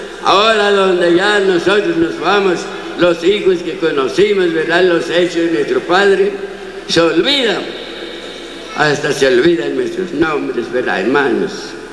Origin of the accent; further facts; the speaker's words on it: San Miguel Ixtahuacán, San Marcos, Guatemala